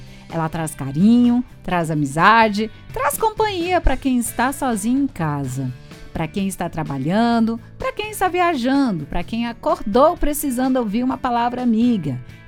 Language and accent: Portuguese; Rurópolis, Pará, Brazil; Eu venho lá de Rurópolis, de coração na Amazônia